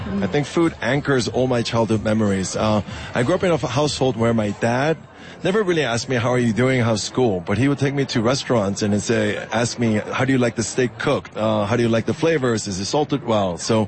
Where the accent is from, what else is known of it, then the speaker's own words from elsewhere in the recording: New York, United States; born there; also born or lived in Seoul, South Korea; I was born and raised in Seoul, Korea, but I was raised in America, in New York.